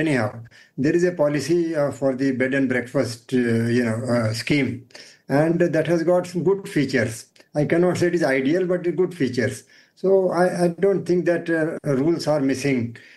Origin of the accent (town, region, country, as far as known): India